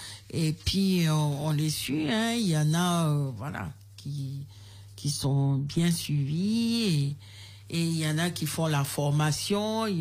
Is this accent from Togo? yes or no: yes; Kpalimé, Plateaux, Togo; Oui, je suis originaire de Palimé.